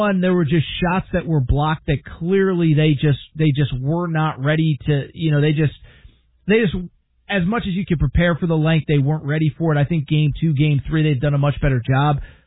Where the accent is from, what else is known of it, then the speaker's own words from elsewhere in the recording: Connecticut, United States; growing up in Connecticut, we watch basketball.